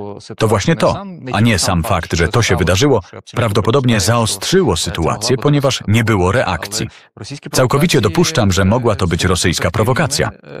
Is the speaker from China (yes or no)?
no; Ukraine; Ale obecnie my, Ukraińcy, musimy dbać w szczególności o groby naszych przodków na terytorium Polski.